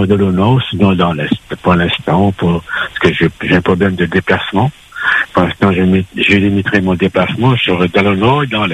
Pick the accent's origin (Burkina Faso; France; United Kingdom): France; Hauts-de-France; je suis du Nord.